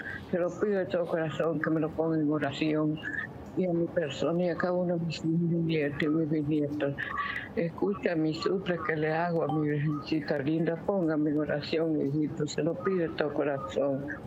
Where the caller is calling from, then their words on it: Estelí, Nicaragua; Llamo de Nicaragua, Estelí.